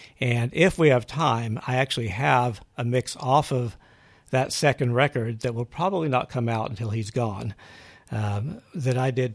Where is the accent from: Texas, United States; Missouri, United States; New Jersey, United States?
Texas, United States; Midland; I mean, I grew up, I was born in Midland, Texas, Texas.